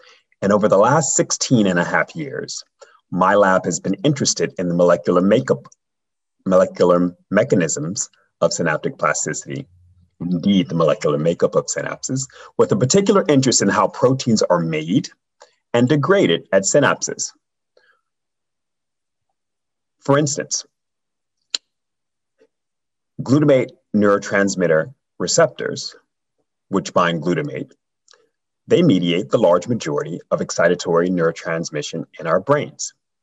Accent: Los Angeles, California, United States; now in San Diego, United States; growing up in Compton and Watts during the 70s and 80s posed a particular challenge to young Black men.

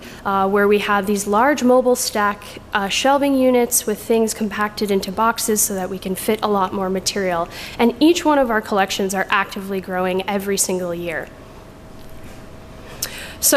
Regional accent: Chicago, Illinois, United States; I grew up in Chicago, and you can see me there at the age of 4 or 5 when I knew I would wear glasses.

